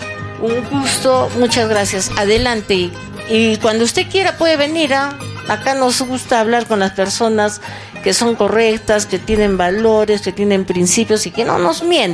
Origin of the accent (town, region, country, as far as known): Arequipa, Peru